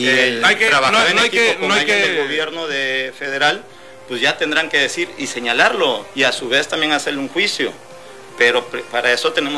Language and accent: Spanish; Mexico; El gobierno, como también nosotros como mexicanos, Entendemos que tenemos que trabajar en conjunto